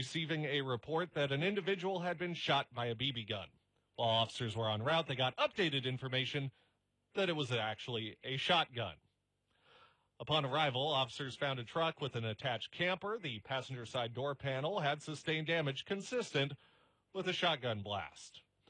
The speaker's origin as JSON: {"language": "English", "town": "Scottsbluff", "region": "Nebraska", "country": "United States", "tie": "born or raised there", "moved": "yes", "said": "I know my hometown can be a little hillbilly sometimes"}